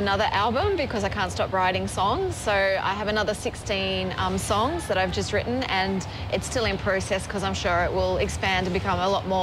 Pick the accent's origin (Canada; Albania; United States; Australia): Australia; Sydney, New South Wales; And it's growing up in Western Sydney.